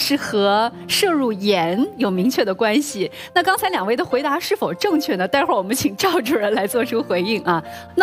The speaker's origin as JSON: {"language": "Chinese", "country": "China", "said": "其实我们中国人每天吃盐的量是超量的"}